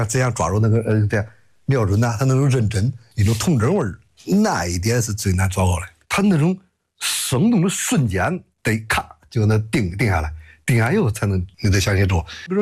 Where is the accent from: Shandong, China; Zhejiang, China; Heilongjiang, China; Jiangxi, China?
Shandong, China; Heze; born or raised there